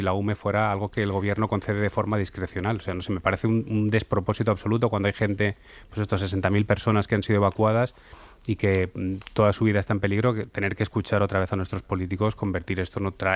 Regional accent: Valencian Community, Spain; yo, bueno, soy valenciano, recuerdo en la Dana el debate era si Mazón había pedido o no la declaración de estado de emergencia

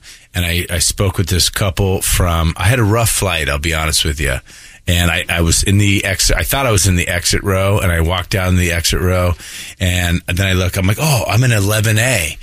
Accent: Oklahoma, United States; born there; So I was born in Oklahoma, actually

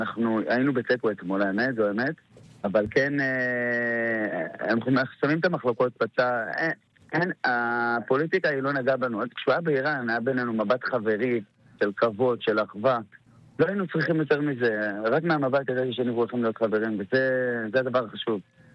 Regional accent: Netanya, Central District, Israel; נתניה בשבילי זה ללכת למורי בשכונה בתור ילד קטן

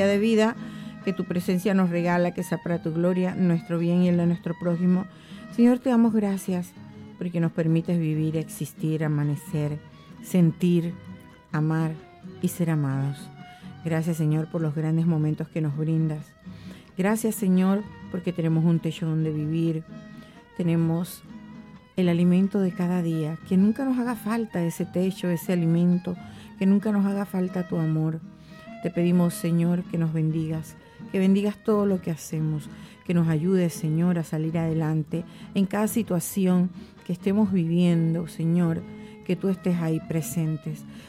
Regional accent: Panama; todos como panameños

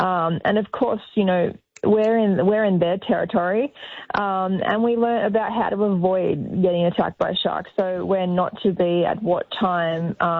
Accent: Australia; growing up in Australia

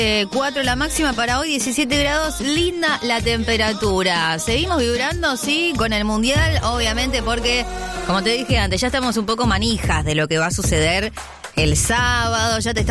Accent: Argentina; los argentinos, que estamos tristes

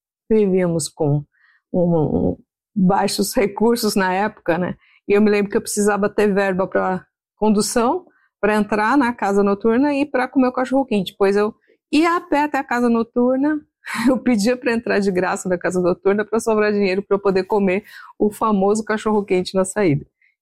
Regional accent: Osasco, São Paulo, Brazil; Eu sou uma osasquense nata, nasci e cresci em Osasco, e o meu prato preferido é o cachorro-quente.

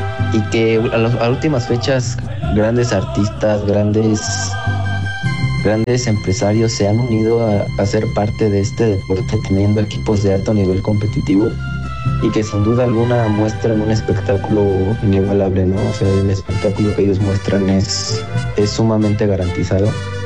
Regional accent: Hidalgo, Mexico

